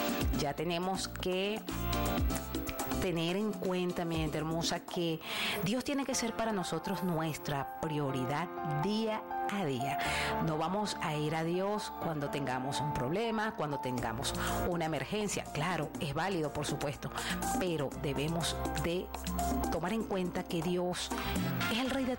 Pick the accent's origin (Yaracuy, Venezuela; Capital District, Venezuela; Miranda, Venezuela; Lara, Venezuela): Lara, Venezuela; moved away; del estado Lara, mi tierra natal.